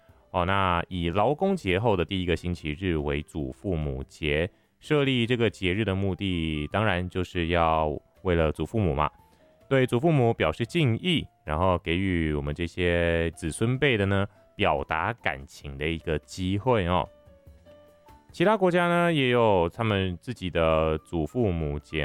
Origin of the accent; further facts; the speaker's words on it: Taiwan; 为了要唤起我们台湾人呢更加重视家庭世代的这个关系